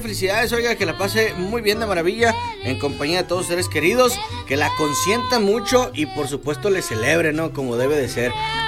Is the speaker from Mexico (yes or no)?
yes; Mexico; que no se note que soy mexicano